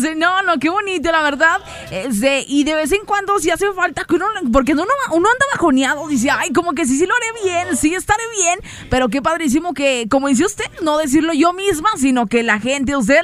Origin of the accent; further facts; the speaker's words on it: Durango, Mexico; soy duranguense. Por fortuna he nacido duranguense, pero más orgullo es ser mexicana. ¡Au! Y por supuesto, somos … de allá, de Vicente Guerrero.